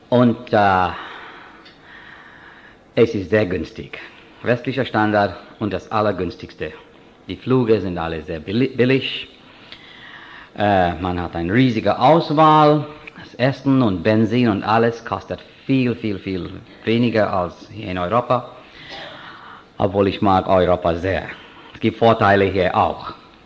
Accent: India; Wir haben Projekte in Indien, ich bin Inder.

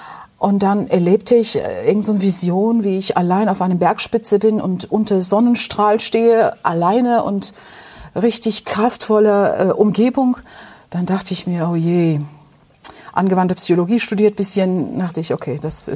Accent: Turkey; now in Germany; misshandelt worden als Kind in der Türkei.

